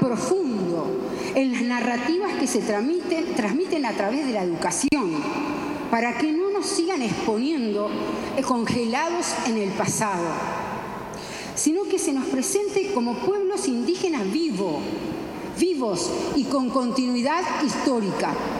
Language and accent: Spanish; Uruguay; Somos charrúas, un pueblo que sigue en pie.